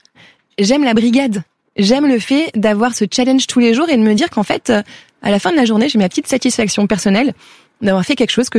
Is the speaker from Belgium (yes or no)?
no; France; Et comme je suis une Française, je me suis dit que si jamais je ramenais le savoir-faire français et le pain là-bas, je pourrais vivre là-bas.